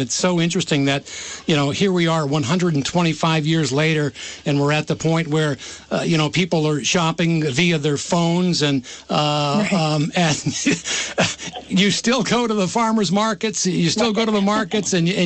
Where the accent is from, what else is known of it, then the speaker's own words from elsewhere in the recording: Burlington, Vermont, United States; And you don't have to necessarily grow up in Colchester. I grew up in Burlington, but I can remember when you wanted corn, you drove out to Mallets Bay Ave and you bought it from one of the families, right?